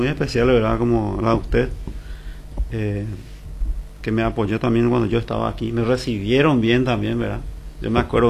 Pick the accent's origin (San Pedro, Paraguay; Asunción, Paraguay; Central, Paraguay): Asunción, Paraguay; now in Coronel Oviedo, Paraguay; Yo generalmente soy de Asunción, ¿verdad? Pero me siento ovetense